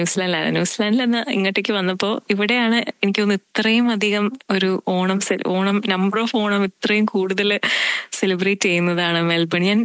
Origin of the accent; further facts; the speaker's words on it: Thiruvananthapuram, Kerala, India; now in Australia; ഞാൻ ട്രിവാൻഡ്രത്തിൽ നിന്നാണ്